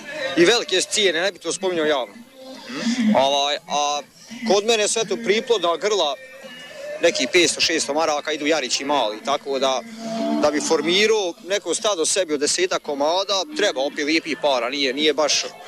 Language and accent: Bosnian; Sladna, Federation of Bosnia and Herzegovina, Bosnia & Herzegovina; Iz Sladne sam ja, iz Obrbašića.